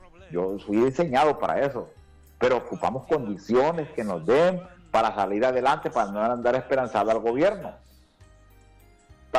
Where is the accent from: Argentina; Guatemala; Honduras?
Honduras; porque yo como hondureño tampoco puedo exigir que el combustible le baje de una sola vez si es que Honduras no produce combustible.